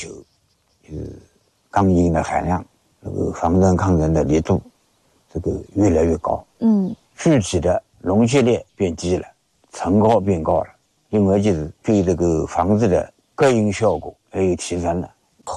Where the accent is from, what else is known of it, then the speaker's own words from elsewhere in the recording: Yangzhou, Jiangsu, China; now in Baokang, China; 我老家是江苏扬州的